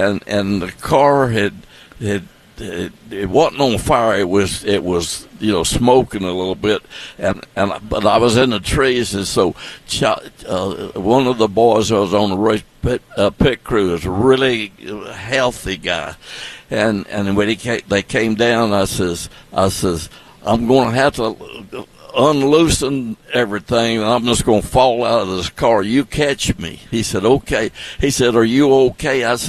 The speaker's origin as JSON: {"language": "English", "town": "Nashville", "region": "Tennessee", "country": "United States", "tie": "born or raised there", "said": "I grew up in West Nashville."}